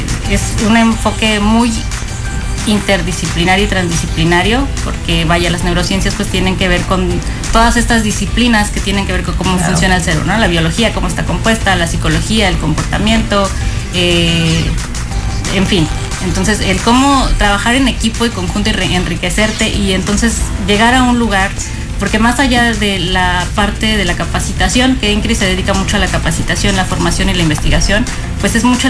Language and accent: Spanish; Mexico